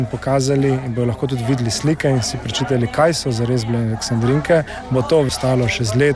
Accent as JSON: {"language": "Slovenian", "town": "Renče", "region": "Gorizia", "country": "Slovenia", "tie": "born or raised there", "said": "da vsak, ki je odraščal kot jaz, ki sem odraščal v Renčah, se seznanil s to zgodbo"}